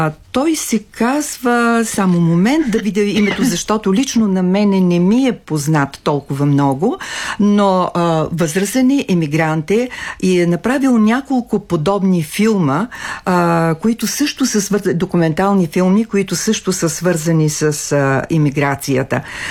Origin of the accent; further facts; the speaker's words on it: Ruse, Ruse Province, Bulgaria; аз съм от Русе и от 2 или 3 дни съм тук в София.